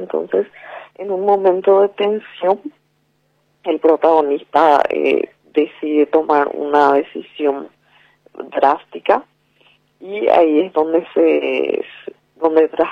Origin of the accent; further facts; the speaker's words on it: Yaguarón, Paraguarí, Paraguay; Somos de Yaguarón, pero en los últimos tiempos estuvimos ya presentando varias obras también en Asunción.